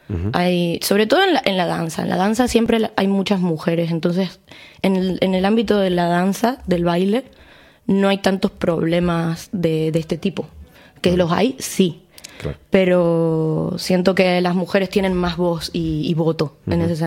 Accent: Córdoba, Argentina; now in Spain; yo vengo de Córdoba capital.

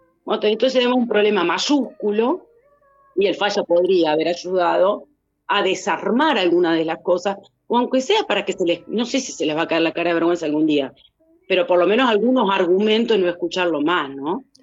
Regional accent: Pergamino, Buenos Aires Province, Argentina; En este caso soy de Pergamino, ¿viste?

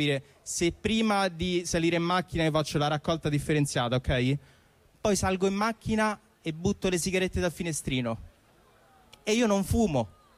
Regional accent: Rome, Lazio, Italy; born there; io sono di Prati. Vabbè, per chi non conosce Prati, Prati è quel quartiere di Roma talmente ricco

